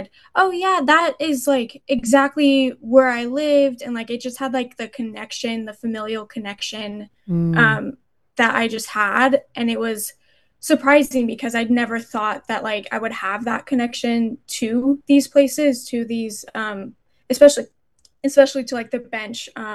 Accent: Boise, Idaho, United States; I was born and raised in Boise and in Idaho in general, and I knew very little about it.

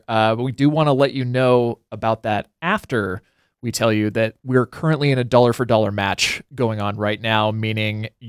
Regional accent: Lewiston, Idaho, United States; Lauren and I come from different parts of the state, and we're going to maybe have a little competition and see which of our hometowns is going to donate first. Mine being Lewiston.

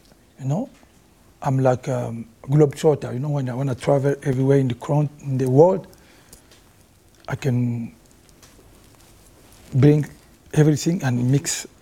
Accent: Kinshasa, DR Congo; English is a second language; moved away as an adult; also born or lived in Paris; because I grew up in Kinshasa, mm-hmm. and I go to the Paris when I was, used to be a little bit, you know, like 20, mm-hmm. 19, 20. Mm-hmm. So I have both culture, you know, Congolese culture and Rumba music.

